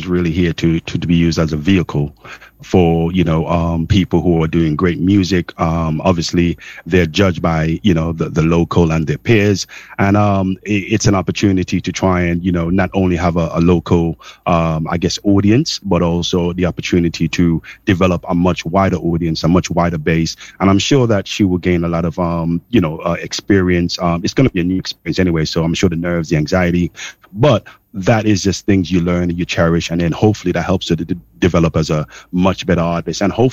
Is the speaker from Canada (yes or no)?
no; Montserrat; I grew up in Montserrat. I was born in Montserrat, and I still remember Sturge Park.